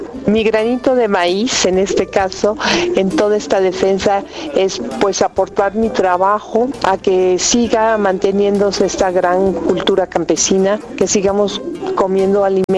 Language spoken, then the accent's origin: Spanish; Mexico; born there; Yo amo mi tierra, primero porque nací aquí y soy muy, muy mexicana, como el nombre que me puso mi mamá, que es así